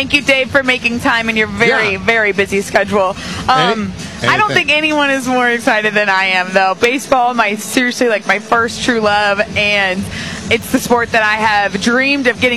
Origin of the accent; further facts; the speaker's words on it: San Antonio, Texas, United States; I am from San Antonio.